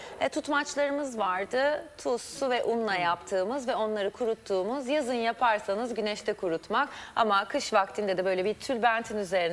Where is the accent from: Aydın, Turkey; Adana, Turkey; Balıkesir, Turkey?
Aydın, Turkey; Nazilli; Evet, ben de Nazilliliyim. Aydın Nazilli.